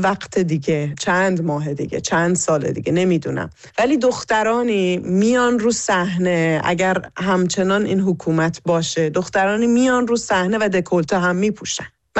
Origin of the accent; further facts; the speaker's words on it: Iran; moved away; داره دو سال میشه که از شهریور دیگه میشه دو سال که من از ایران اومدم بیرون و از اون فضا دور شدم.